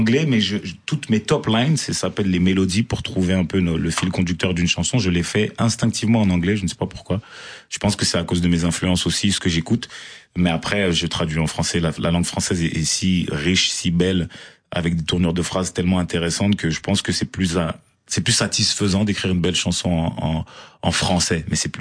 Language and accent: French; Marseille, Provence-Alpes-Côte d'Azur, France; born there